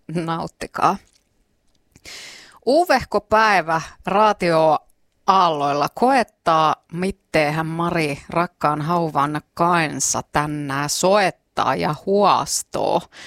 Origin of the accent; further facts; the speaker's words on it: South Karelia, Finland; niin miehän en ole savolainen. Minä olen Etelä-Karjalasta. En puhu savoa, en osaa sitä